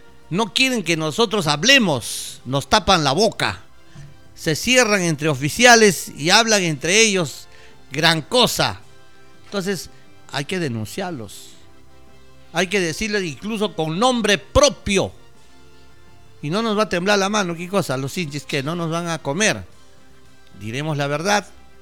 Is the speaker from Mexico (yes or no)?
no; Mazamari, Junín, Peru; porque somos de Masamari.